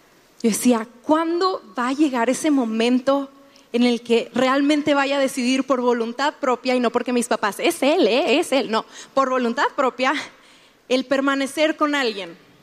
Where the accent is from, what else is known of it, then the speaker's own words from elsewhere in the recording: Monterrey, Nuevo León, Mexico; Somos de Monterrey, llevamos un año de casados.